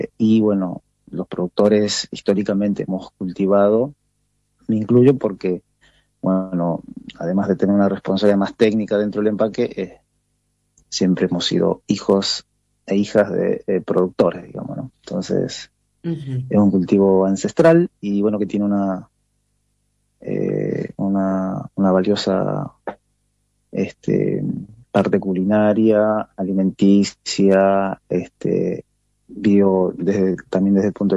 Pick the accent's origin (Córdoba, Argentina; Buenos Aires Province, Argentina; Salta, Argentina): Salta, Argentina; Colanzulí; Nosotros somos de Colanzulí, que está ubicado en el departamento de Iruya, en la provincia de Salta. Está bien al norte de la provincia de Salta.